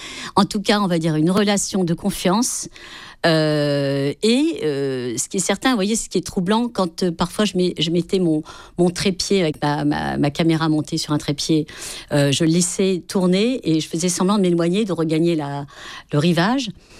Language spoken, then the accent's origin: French; Provence-Alpes-Côte d'Azur, France; chez nous, sur le littoral des Alpes-Maritimes